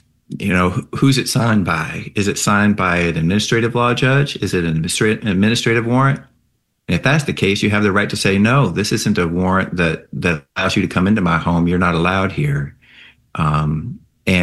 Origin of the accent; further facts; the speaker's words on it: United States; And I was born here and lived my whole life here.